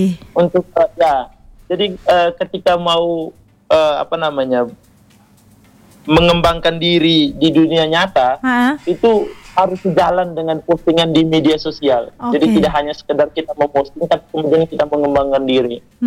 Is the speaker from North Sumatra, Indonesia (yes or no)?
no; Ende, East Nusa Tenggara, Indonesia; identitas kita sebagai orang ND, sebagai orang NTT.